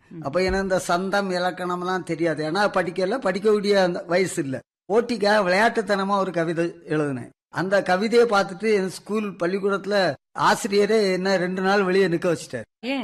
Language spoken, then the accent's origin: Tamil; Agastheeswaram, Tamil Nadu, India; அகஸ்தீஸ்வரம் சொந்த ஊர்.